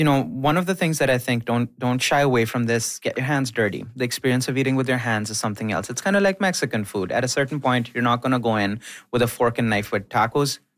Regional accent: India; moved away; I have a very high bar for Indian food. I am from there. I grew up there.

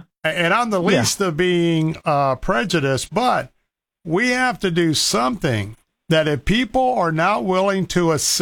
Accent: Tampa, Florida, United States; I grew up in West Tampa. Some of the great parents that I grew up with, their kids, were my Cuban friends.

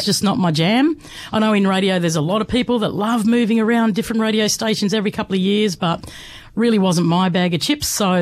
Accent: Bega, New South Wales, Australia; born or raised there

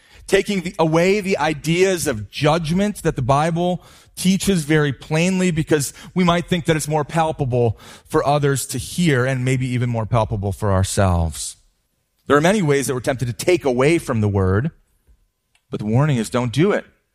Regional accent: Lake Elmo, Minnesota, United States; Growing up in Lake Elmo, Minnesota, my family and I lived in the same house for 18 years.

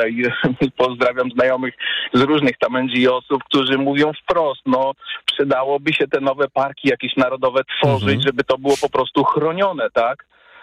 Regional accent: Milanówek, Masovian Voivodeship, Poland; I właściwie z mojego dzieciństwa Milanówek, powiedzmy, stracił wiele na swoim charakterze przez to, że tych drzew troszeczkę ubyło.

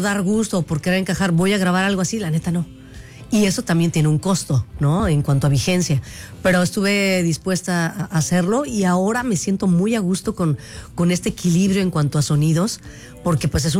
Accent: Pachuca, Hidalgo, Mexico; Yo soy de Pachuca, Hidalgo.

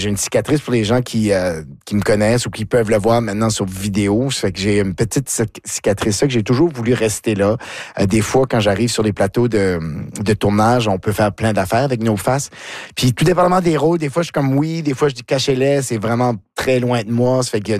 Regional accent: McLeod, New Brunswick, Canada; J'ai aimé surtout le fait que tu as dit que j'étais originaire de McLeod.

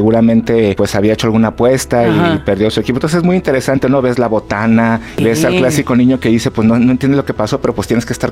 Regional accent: Mexico; quizá muchas veces lo pensamos como mexicanos, pero no lo externamos

